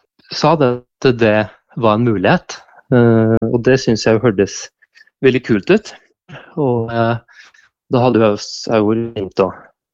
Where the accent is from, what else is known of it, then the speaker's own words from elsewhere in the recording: Fåvang, Innlandet, Norway; plassen der jeg kommer ifra